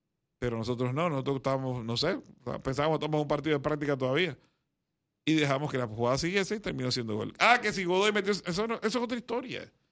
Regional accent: Panama; como todo panameño, yo quiero ver mi país competir

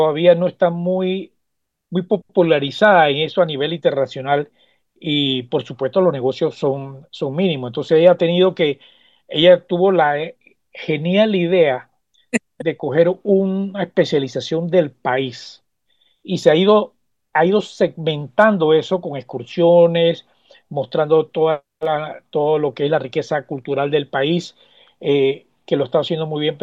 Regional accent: Panama; nuestro ser como panameños a nivel nacional

